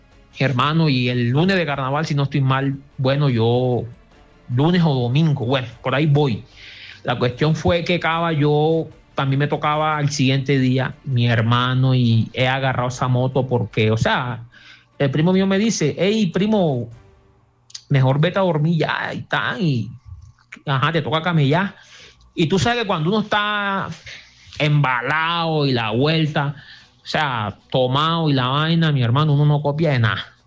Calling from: Suan, Atlántico, Colombia; Yo soy de Swan

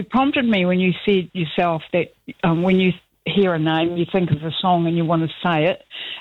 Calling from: Newcastle, New South Wales, Australia; I'm listening from Australia. I listen to you every night.

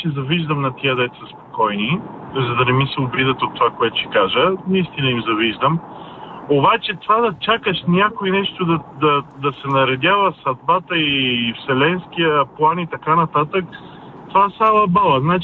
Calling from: Sofia, Sofia City, Bulgaria; съм от София.

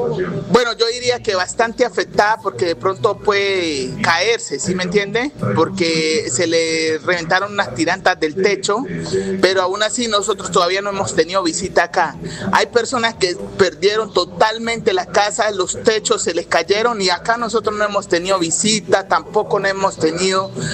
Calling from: Caloto, Cauca, Colombia; yo soy de acá de Caloto.

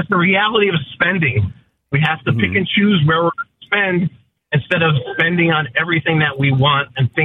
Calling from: Gateway, Florida, United States; I bought my home about 5 years ago down here in Gateway.

